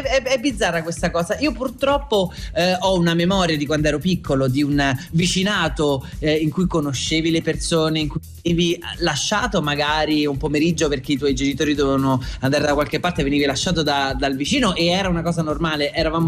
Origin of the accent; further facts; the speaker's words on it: Viterbo, Lazio, Italy; Io sono di Viterbo